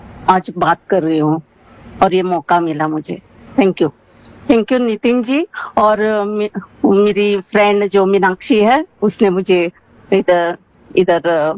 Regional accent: Goa, India; मैं गोवा से हूँ, मैं मेरे परिवार के साथ रहती हूँ गोवा में

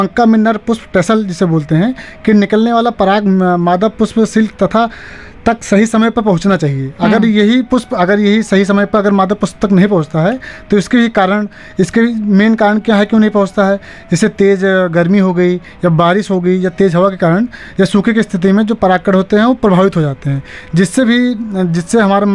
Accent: Uttar Pradesh, India; जलोढ़ मिट्टी जो हमारे इधर यूपी साइड पाई जाती है

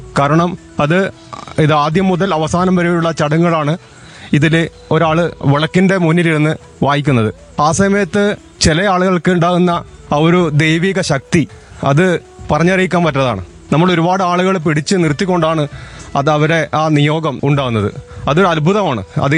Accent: Chakkarakkal, Kerala, India; ഞാൻ ചക്രകൾ സ്വദേശിയാണ്.

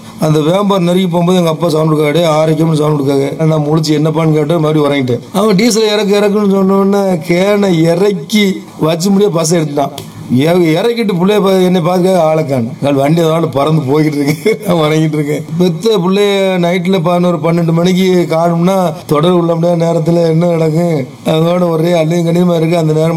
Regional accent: Tamil Nadu, India

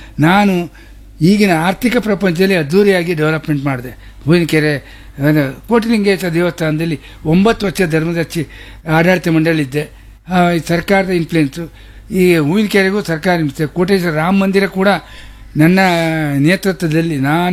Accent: Kundapura, Karnataka, India; moved away; ಈ ನೆಲ ನಮ್ಮ ಹುಟ್ಟೂರು ಕುಂದಾಪುರ.

